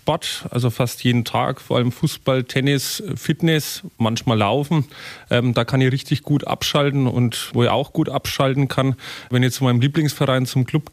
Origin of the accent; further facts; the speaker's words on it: Lauf an der Pegnitz, Bavaria, Germany; Ich bin im Nürnberger Land aufgewachsen, in Lauf gehabt.